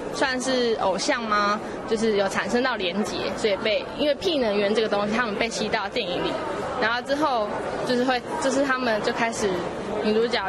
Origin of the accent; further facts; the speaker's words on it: Malaysia; 因为我本身是马来西亚人，